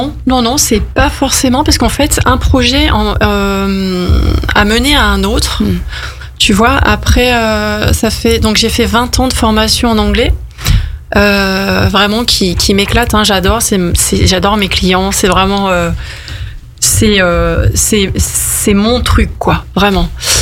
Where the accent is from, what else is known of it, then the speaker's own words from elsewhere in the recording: France; je suis française.